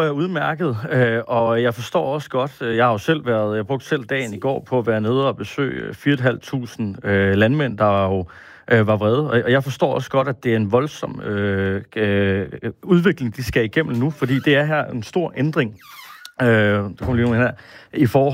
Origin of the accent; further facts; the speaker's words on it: Aabenraa, Region of Southern Denmark, Denmark; Jeg kommer selv ned fra Åbenrå og har været vant til at fiske i Åbenrå Fjord hele min barndom.